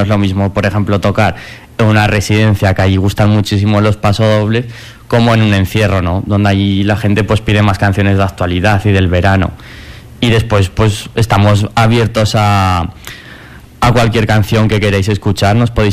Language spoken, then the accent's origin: Spanish; Aragon, Spain; como somos de Aragón